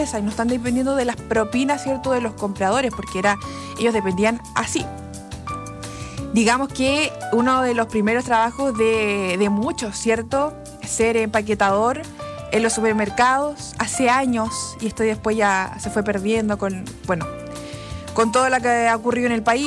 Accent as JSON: {"language": "Spanish", "country": "Chile", "said": "Somos chilenos"}